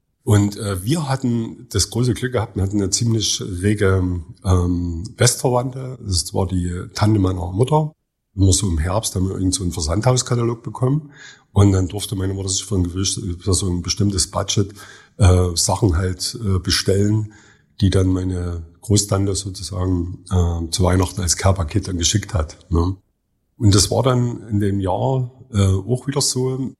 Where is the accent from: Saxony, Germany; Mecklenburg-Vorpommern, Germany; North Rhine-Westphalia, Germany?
Saxony, Germany; Oelsnitz; ich bin in einer Kleinstadt im Vogtland aufgewachsen, in Ösnitz.